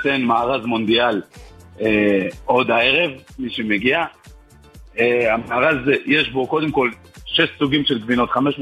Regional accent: Jerusalem, Jerusalem District, Israel; אני ירושלמי במקור

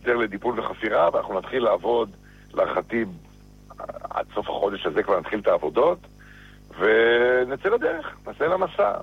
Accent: Eilat, Southern District, Israel; אנחנו אוהבים את אילת, גדלנו באילת, נולדנו באילת

